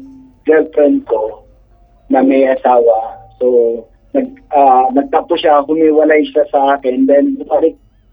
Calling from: Pasay, Metro Manila, Philippines; Taga Pilder 1, Pasay.

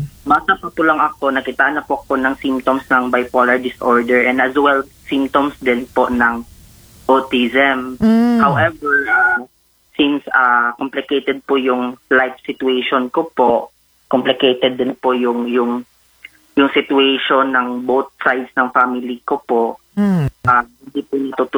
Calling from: Iligan, Northern Mindanao, Philippines; from Iligan City.

